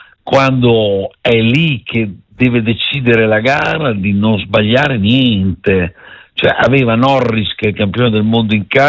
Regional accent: Emilia-Romagna, Italy; born there; la terra dei motori è un sentimento, cioè non è un qualche cosa che può essere raccontato da chi non è nato qui, tu capisci dal mio accento che invece io sono proprio nato

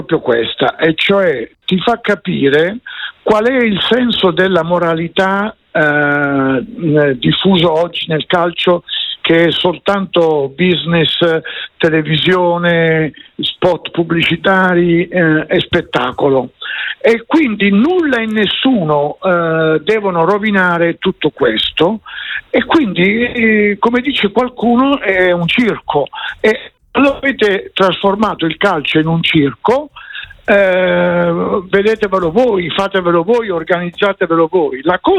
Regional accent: Foggia, Apulia, Italy; essendo foggiano

